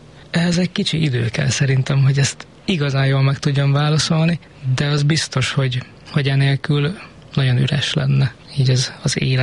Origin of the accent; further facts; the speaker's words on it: Szarvas, Békés, Hungary; hogyha én mondjuk otthonról jövök Szarvasról